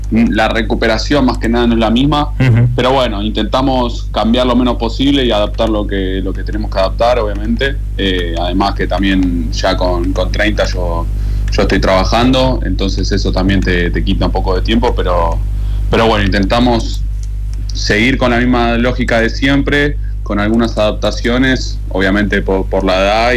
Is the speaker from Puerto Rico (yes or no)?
no; Argentina; now in Castellón, Spain